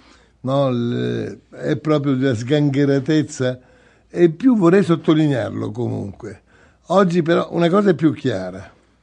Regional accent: Lazio, Italy; io sono del Frusinante, Marco è abruzzese, più o meno il dialetto è lo stesso, no?

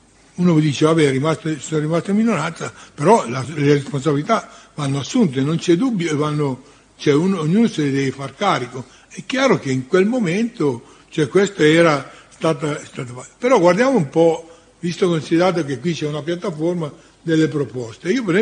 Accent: Lombardy, Italy; quando andavamo nelle fabbriche, a Milano, in Lombardia, per parlare, visto che siamo lombardi

